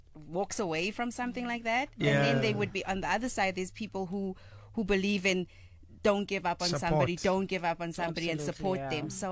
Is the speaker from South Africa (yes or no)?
yes; Johannesburg, Gauteng, South Africa; I grew up in El Dorado Park